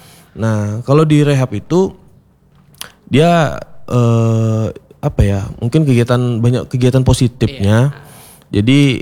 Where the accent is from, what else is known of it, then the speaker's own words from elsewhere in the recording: Riau, Indonesia; Saya dari Riau, Pak. Jadi pernah punya tetangga yang memang dia tuh pengguna, penyalahguna.